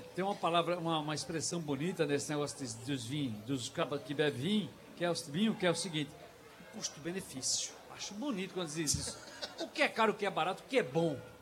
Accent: São Lourenço da Mata, Pernambuco, Brazil; lá em São Lourenço da Mata, minha terra.

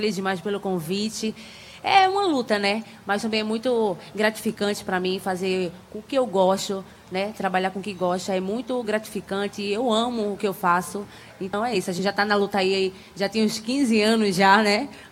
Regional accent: Pesqueira, Pernambuco, Brazil; also born or lived in Arcoverde; now in Recife, Brazil; Eu sou natural de Arco Verde, né? Fui criada na cidade pesqueira. E foi aqui em Recife que eu vim atrás de oportunidade, né?

